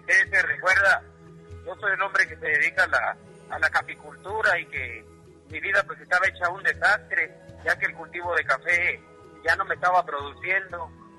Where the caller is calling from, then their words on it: San Marcos, Guatemala; San Marcos, estoy llamando.